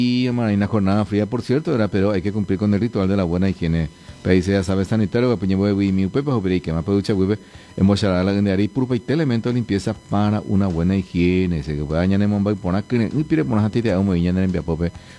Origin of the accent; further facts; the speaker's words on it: Paraguay; Sí, sí, somos los paraguayos.